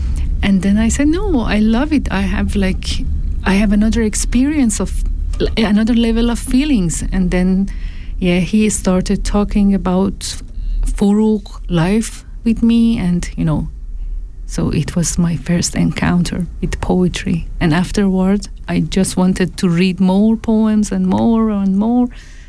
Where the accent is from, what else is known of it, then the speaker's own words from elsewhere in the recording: Iran; now in Switzerland; I'm originally coming from Iran, and at the moment I live in canton Aargau in Switzerland.